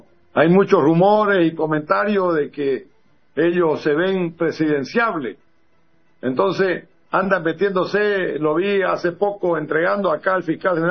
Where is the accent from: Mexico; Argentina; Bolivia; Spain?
Bolivia; Santa Cruz; como siempre somos los bolivianos y los cruceños